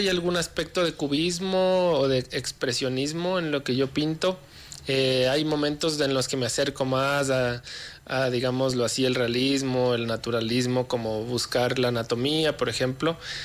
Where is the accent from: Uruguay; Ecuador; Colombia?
Ecuador; yo soy de Ecuador.